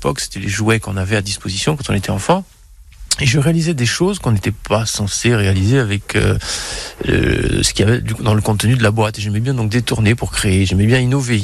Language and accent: French; Petreto-Bicchisano, Corsica, France; ça a été mon village d'adoption puisque je suis originaire de Petrito-Béquizade. Et donc, j'ai rencontré mon épouse à Bastia et je me suis installé dans sa région, tout simplement.